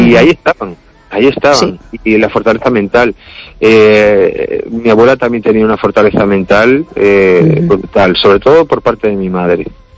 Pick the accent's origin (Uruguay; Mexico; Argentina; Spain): Spain; Cangas; Claro, yo soy de Cangas y tengo ese lenguaje aún de ir a sachar abeja.